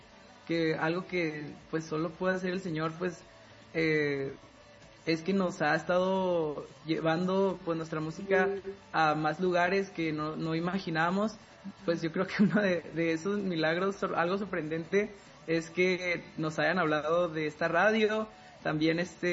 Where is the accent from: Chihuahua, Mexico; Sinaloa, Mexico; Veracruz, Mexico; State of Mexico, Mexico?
Chihuahua, Mexico; somos de Chihuahua.